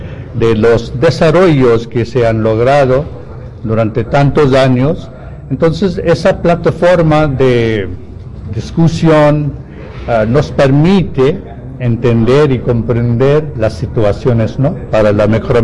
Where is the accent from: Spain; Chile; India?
India; moved away as an adult; now in Argentina; en mi país, en la India